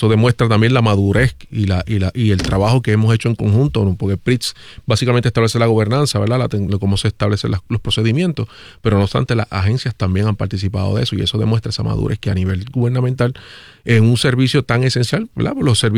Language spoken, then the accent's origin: Spanish; San Juan, Puerto Rico; Puerto Rico, San Juan, Puerto Rico.